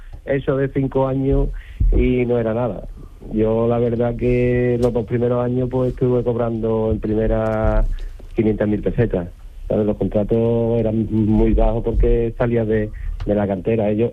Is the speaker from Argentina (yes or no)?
no; Cádiz, Andalusia, Spain; aquí a Cádiz, a mi pueblo